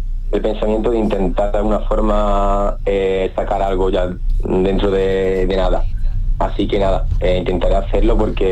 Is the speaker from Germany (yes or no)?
no; Seville, Andalusia, Spain; de Andalucía, de mi tierra, de Sevilla